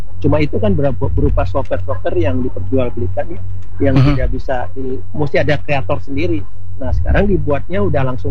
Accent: Manado, North Sulawesi, Indonesia; Iya, betul. Kita dari Manado.

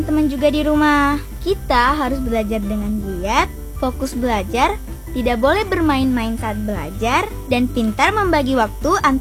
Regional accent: Nias, North Sumatra, Indonesia; Sebagai anak Nias, kita memiliki budaya yang sangat berharga.

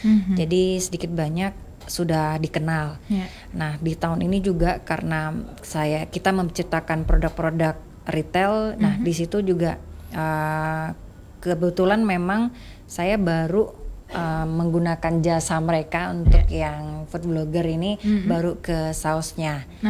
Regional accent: Pontianak, West Kalimantan, Indonesia; kita warga Pontianak

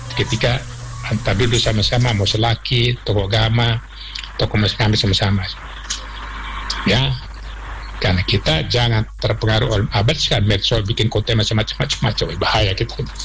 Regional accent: Ende, East Nusa Tenggara, Indonesia; Pertama zaman kita harus akomodir, tapi tidak boleh menghilangkan identitas kita sebagai orang ND.

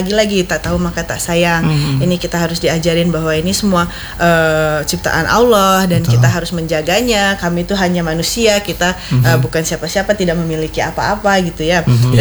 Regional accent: Lombok, West Nusa Tenggara, Indonesia; saya kan asli orang Lombok ya. Jadi dari kecil memang saya sudah senang banget snorkeling dan diving, scuba diving.

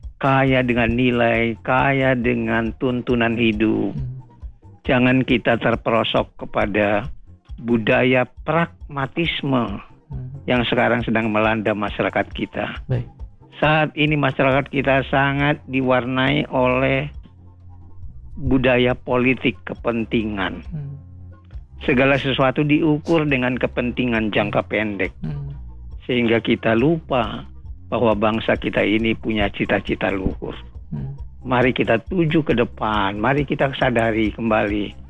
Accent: North Sumatra, Indonesia; saya adalah berasal dari Angkola, Tapanuli Selatan

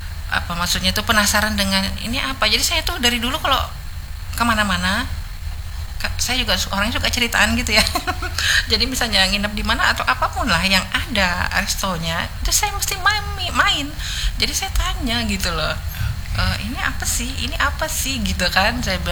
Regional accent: North Sumatra, Indonesia; kita kan orang Batak ya.

